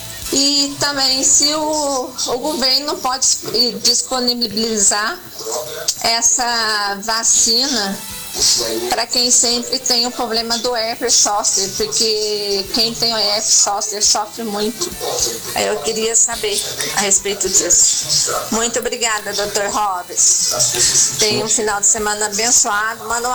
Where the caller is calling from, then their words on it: Varginha, Minas Gerais, Brazil; Eu sou de Varginha